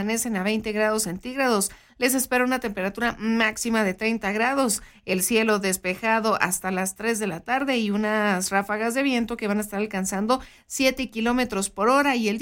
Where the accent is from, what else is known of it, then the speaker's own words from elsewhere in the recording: Guachochi, Chihuahua, Mexico; todas las personas que somos de aquí de Huachochi